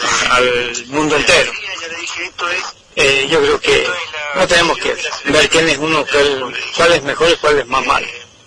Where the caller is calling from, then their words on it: Argentina; somos argentinos